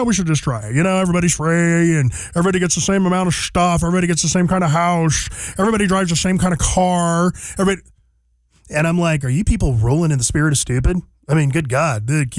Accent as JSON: {"language": "English", "region": "California", "country": "United States", "tie": "born or raised there", "moved": "as an adult", "said": "And I'm from California, born and raised."}